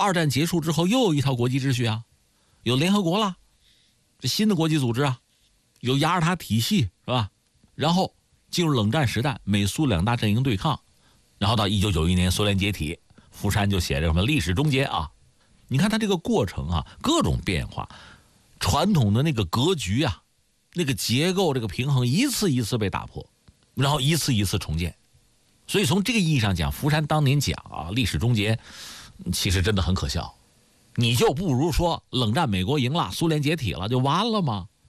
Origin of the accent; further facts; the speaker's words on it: China; 我们中国人